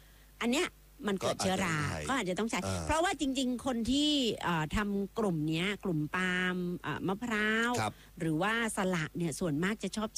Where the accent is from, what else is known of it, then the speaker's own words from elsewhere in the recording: Nakhon Si Thammarat, Thailand; แต่บ้านเราเนี่ยเป็นสนามหน้าเมือง